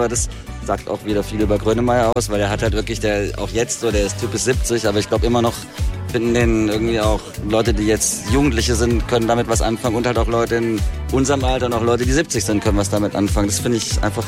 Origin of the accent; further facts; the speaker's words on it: Baden-Württemberg, Germany; Da waren wir auf dem Open Air, so irgendwo in der Nähe von Karlsruhe, wo ich herkomme.